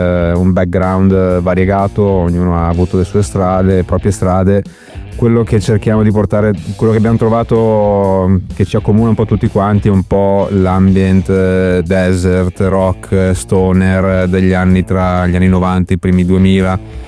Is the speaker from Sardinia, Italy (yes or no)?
no; Padua, Veneto, Italy; Allora, arriviamo da Padova, bene o male, perché non siamo proprio della città tutti quanti, Padova, provincia, al confine con Vicenza